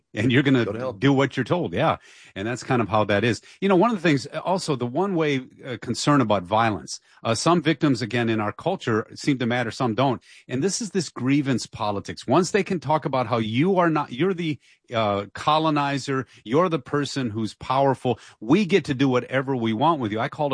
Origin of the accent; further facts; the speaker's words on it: Dearborn, Michigan, United States; Yeah, and like I said, I'm from Dearborn.